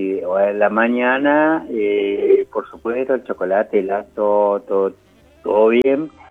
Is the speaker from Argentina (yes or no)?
yes; San Vicente, Buenos Aires Province, Argentina; moved away as an adult; now in Santa Cruz, Argentina; Yo soy oriundo de allá, de Buenos Aires